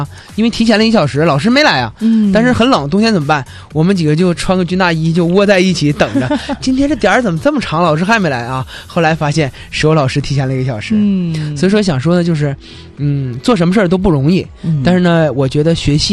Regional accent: Liaoning, China; moved away as an adult; also born or lived in Fuxin, Liaoning / Jinzhou, Liaoning; now in Jilin, China; 因为我是辽宁人，我是09年调过来的，所以说这个吉林是我的第二故乡

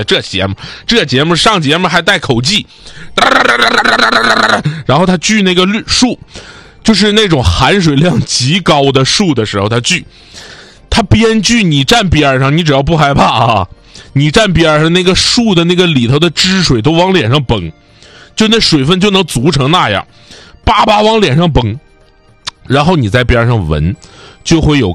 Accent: Northeast China, China; accent: Northeastern (Dongbei) dialect; 就我们东北话讲叫沤啊，我不知道南方朋友能不能听懂啊。

